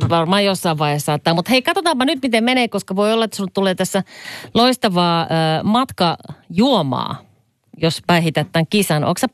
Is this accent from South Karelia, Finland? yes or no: no; Kajaani, Kainuu, Finland; now in Helsinki, Finland; mä oon Kajaanista kotoisin